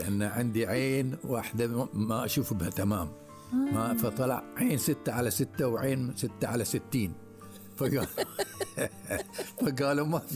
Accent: Jidhafs, Northern Governorate, Bahrain; born there; accent: Gulf dialect

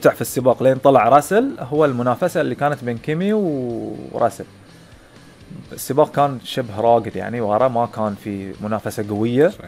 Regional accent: Bahrain; احنا كبحرينيين

